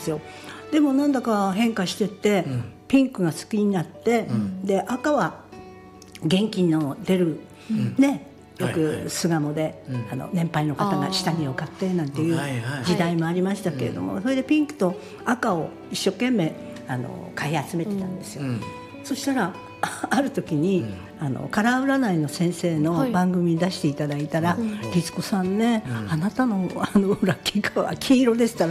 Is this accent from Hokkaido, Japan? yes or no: yes; Sapporo, Hokkaido, Japan; now in Tokyo, Japan; お母ちゃんと私が札幌で生まれ育ったんですけれども